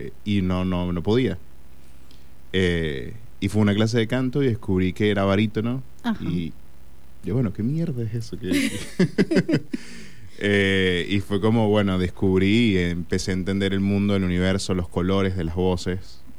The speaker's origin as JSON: {"language": "Spanish", "country": "Venezuela", "moved": "as an adult", "lives_now": "Argentina", "said": "Bueno, yo soy de Venezuela. Uh-huh. Vine en el 2017"}